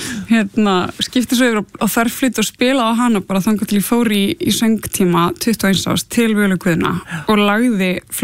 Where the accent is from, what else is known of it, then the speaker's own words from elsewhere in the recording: Gothenburg, Västra Götaland County, Sweden; Ég er alveg upp í Gautaborg og var í barnakór íslensku kirkjunar þar.